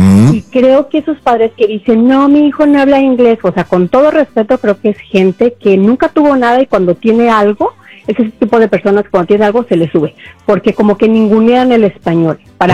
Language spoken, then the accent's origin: Spanish; Mexico; Mira, yo soy mexicana, mi esposo es mexicano y nuestros hijos conocen bien la comida mexicana porque yo casi es lo único que cocino.